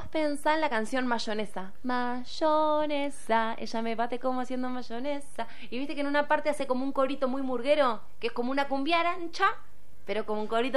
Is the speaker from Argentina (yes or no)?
yes; Argentina; born there; yo sería española, españolo. No, yo soy argentina. Yo soy latina, yo soy rioplatense. Yo nací acá.